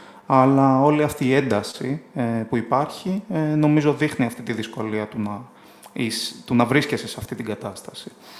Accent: Piraeus, Attica, Greece; είμαι ένας Αρμένης από τον Πειραιά, είμαι ένας δηλαδή Πειραιώτης Αρμένης. Ορίζω τον εαυτό μου πιο πολύ ως έναν άνθρωπο ο οποίος είναι από τον Πειραιά, τα περίχωρα, εκεί που έχει μεγαλώσει, εκεί που έχει τις εικόνες του, τις εμπειρίες του.

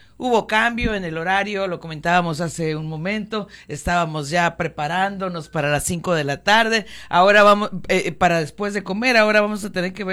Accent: Mexico; Como buenos mexicanos, efectivamente, sí.

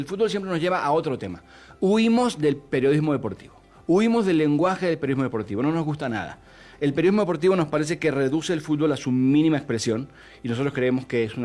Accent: Argentina

